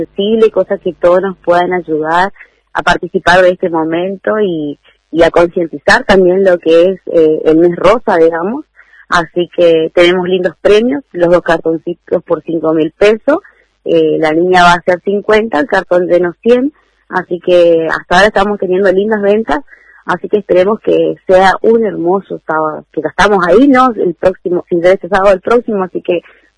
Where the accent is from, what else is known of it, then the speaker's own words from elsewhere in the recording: Corrientes, Argentina; now in Río Mayo, Argentina; Corrientes, que es de mi provincia